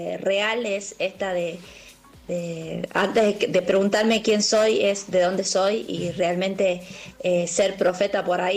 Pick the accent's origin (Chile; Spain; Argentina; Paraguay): Argentina; Jujuy; moved away; no soy la única jujeña que está